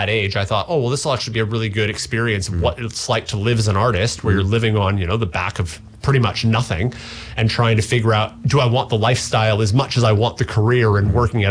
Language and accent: English; Barrie, Ontario, Canada; also born or lived in Toronto; living in Toronto. So it was about an hour and a half drive from my hometown of Barrie. And I was living in Toronto going to the Etobicoke School of the Arts, which was a performing arts school.